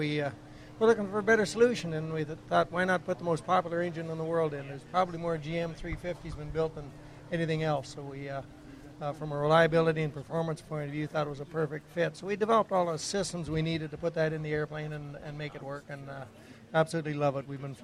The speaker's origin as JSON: {"language": "English", "country": "Canada", "said": "I'm a Canadian."}